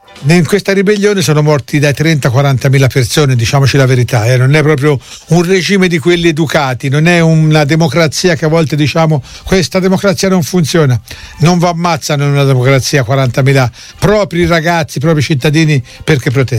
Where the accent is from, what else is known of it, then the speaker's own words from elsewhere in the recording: Arezzo, Tuscany, Italy; Io ci sono cresciuto a Saione